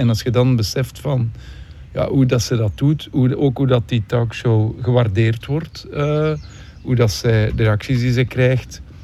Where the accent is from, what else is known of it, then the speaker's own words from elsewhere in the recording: Leuven, Flanders, Belgium; alle drie in Leuven geboren en ja, gebleven.